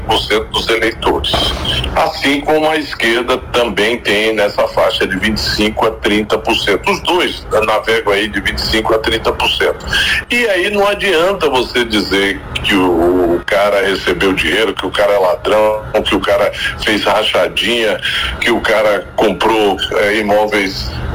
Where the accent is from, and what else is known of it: Brazil